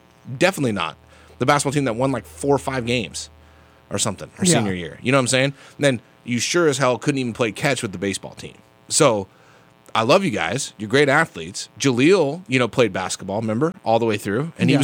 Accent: United States; I grew up around soccer. I grew up in America.

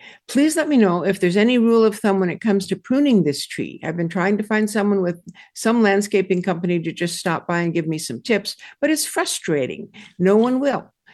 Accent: Michigan, United States; He keeps writing to me about Michigan things because I'm from Michigan.

